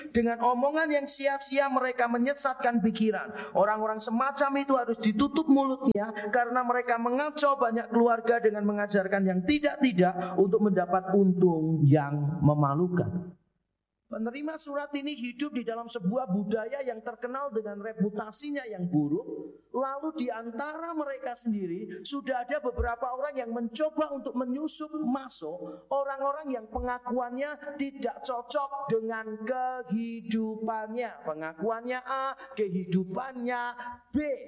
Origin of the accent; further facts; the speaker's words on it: Java, Indonesia; born there; Kalau kita ditumbuhkan sebagai orang Jawa, dan saya sejak kecil tinggal sebagai satu-satunya keluarga Tionghoa di kampung yang Jawa, sehingga saya paling tahu budaya Jawa, budaya saya yang paling kental. Sebetulnya malah budaya Jawa, yang kedua baru budaya Tionghoa. Saya lebih bisa bahasa Jawa daripada bahasa Mandarin.